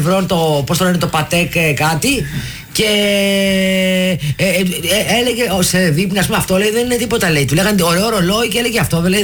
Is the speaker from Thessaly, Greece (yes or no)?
no; Athens, Attica, Greece; Επειδή γεννήθηκα και ανδρώθηκα στην Κυψέλη